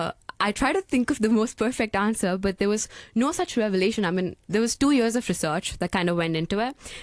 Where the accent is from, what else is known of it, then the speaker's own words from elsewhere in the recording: North India, India; So I grew up in India. And I think growing up, especially in the north region of India, especially, for us, smog and winter is slightly the same thing.